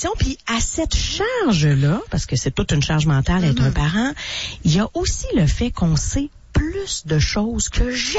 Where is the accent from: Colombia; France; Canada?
Canada; Quebec; Nous autres, on est entre tout, là, en fait.